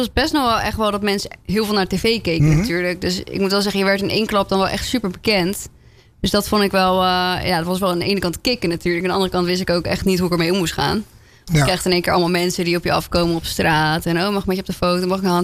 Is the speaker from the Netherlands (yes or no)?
no; France; moved away; Nou ja, ik kom uit Frankrijk oorspronkelijk.